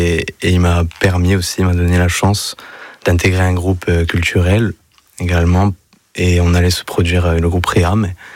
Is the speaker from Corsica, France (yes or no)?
yes; Bastia, Corsica, France; De Bastia, moi, du coup.